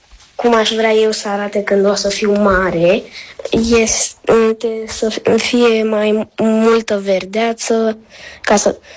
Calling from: Ilfov, Romania; din Ilfov, am 10 ani

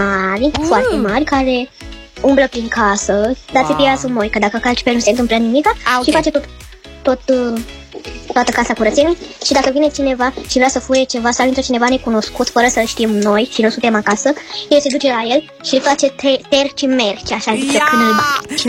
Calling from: Bucharest, Romania; am 8 ani, sunt din București.

